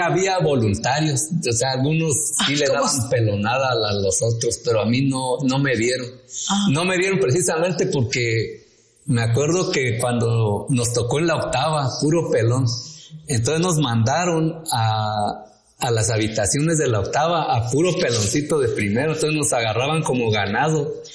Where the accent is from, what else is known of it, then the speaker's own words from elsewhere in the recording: Oaxaca, Mexico; born there; moved away; donde tomaba el carro para mi pueblo.